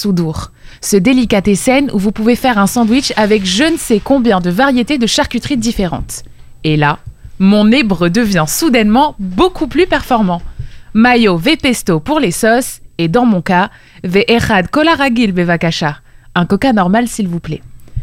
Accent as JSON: {"language": "French", "country": "France", "said": "ils savent déjà très bien qu'on est français."}